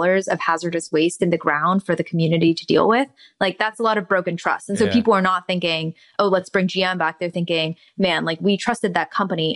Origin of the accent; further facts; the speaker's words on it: Milwaukee, Wisconsin, United States; When I was growing up in Milwaukee, like we knew that when we saw like the smokestacks and we heard the noise, that was what was gonna feed our kids